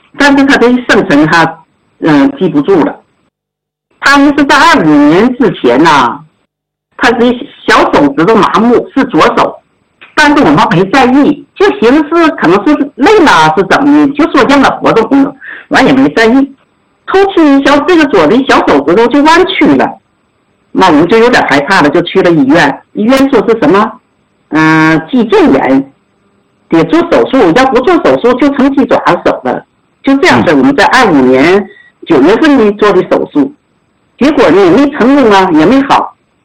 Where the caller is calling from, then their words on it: Yingkou, Liaoning, China; 我来自辽宁省营口市，